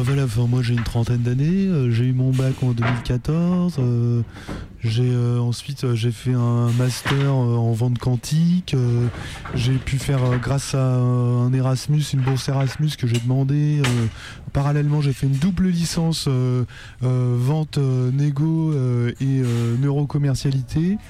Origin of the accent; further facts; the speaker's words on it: Clermont-Ferrand, Auvergne-Rhône-Alpes, France; je viens de Clermont-Ferrand.